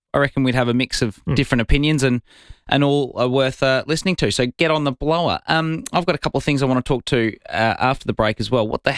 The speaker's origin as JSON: {"language": "English", "country": "Australia", "said": "as an Australian."}